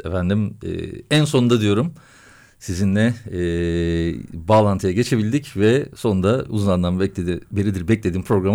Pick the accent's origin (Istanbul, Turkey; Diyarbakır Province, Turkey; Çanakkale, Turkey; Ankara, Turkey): Istanbul, Turkey; biz sizinle hemşeriyiz. Modalıyız ikimiz de.